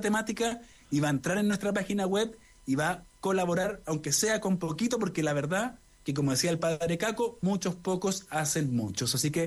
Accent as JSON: {"language": "Spanish", "country": "Chile", "said": "que como todos, como chilenos, nos pongamos la mano en el corazón"}